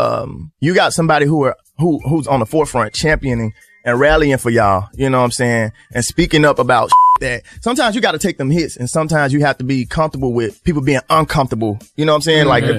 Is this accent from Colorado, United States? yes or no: no; Jackson, Mississippi, United States; I'm just like, I'm from Jackson. What are you saying? We exist.